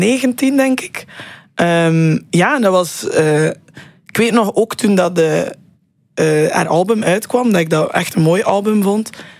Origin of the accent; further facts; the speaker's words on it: Roeselare, Flanders, Belgium; Ik kom ook van Roeselaar, dus heb daar geen grote concertzaal of zo.